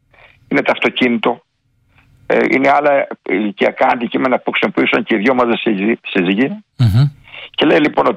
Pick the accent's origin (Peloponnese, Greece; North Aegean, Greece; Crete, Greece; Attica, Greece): Crete, Greece; Platanias; από τον Πλατανιά, το χωριό μου, έτσι, καταγωγή από τον Πλατανιά.